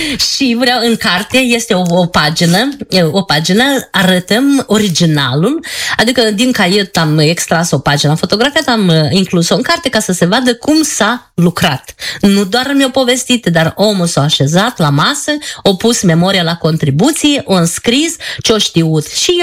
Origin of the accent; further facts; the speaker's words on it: Bravicea, Călărași District, Moldova; now in Cluj, Romania; dragostea față de satul meu, peste Bravicea.